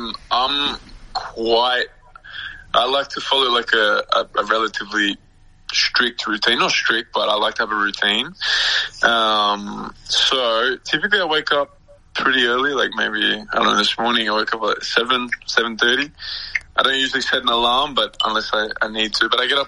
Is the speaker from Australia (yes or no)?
yes; Australia; accent: Australian; moved away; people have told me, like, you know, even my mom or friends or whatever, that I've lost my Australian accent. To me, I don't really notice it. Maybe it was a bit stronger when I was in Australia